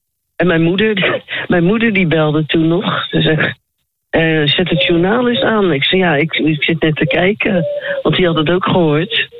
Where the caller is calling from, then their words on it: Rotterdam, South Holland, Netherlands; ik kom uit Rotterdam